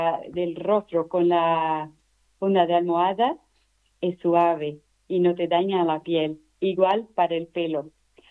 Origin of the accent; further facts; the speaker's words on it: Brazil; now in Madrid, Spain; Bueno, entonces somos brasileños